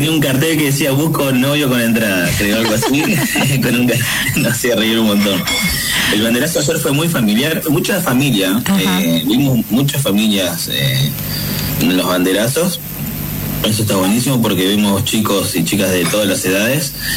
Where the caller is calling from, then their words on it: Concordia, Entre Ríos, Argentina; Yo soy de Concordia, de ahí de Concordia, vine con 3 amigos de Paraná